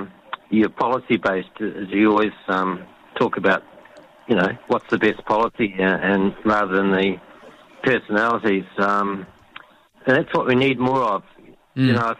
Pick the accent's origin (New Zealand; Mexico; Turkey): New Zealand; Whanganui, Manawatū-Whanganui; I'm from Whanganui area, and there's been two effective MPs over the years.